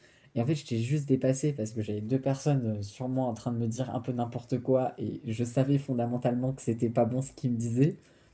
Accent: Réunion, France; Et c'est pas parce qu'on est français que La Réunion n'a pas sa propre culture

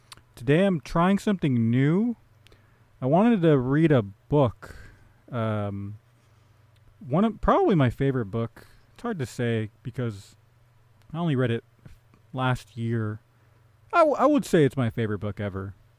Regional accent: Fremont, California, United States; someone who's from a hometown, whose hometown is a place that I have contempt for. Fremont, California. I'm from Fremont. And yeah, I don't know. I like that I grew up around non-white

